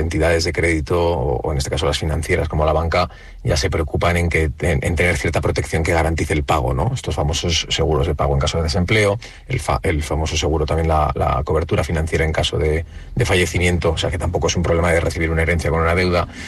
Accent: Spain; nosotros normalmente los españoles

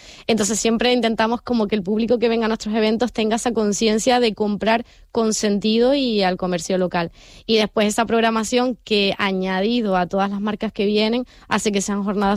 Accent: Santa Cruz de La Palma, Canary Islands, Spain; moved away as an adult; also born or lived in Tenerife; now in Gran Canaria, Spain; Sí, yo soy palmera, de Santa Cruz.

